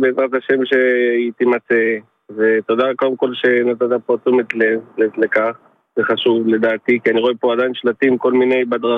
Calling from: Haifa, Haifa District, Israel

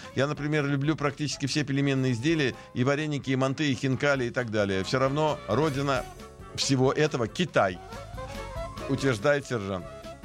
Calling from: Israel; Всем рахмат, я капер из Израиля.

